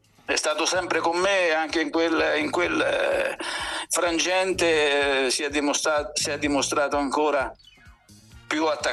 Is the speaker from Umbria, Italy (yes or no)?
yes; Foligno, Umbria, Italy; sono stato 2 anni a giocare dalle mie parti qui a Foligno in C2, però io avevo 33 anni